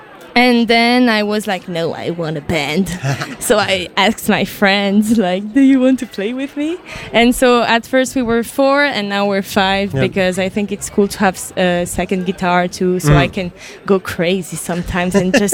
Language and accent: English; Haute-Nendaz, Valais, Switzerland; now in Lausanne, Switzerland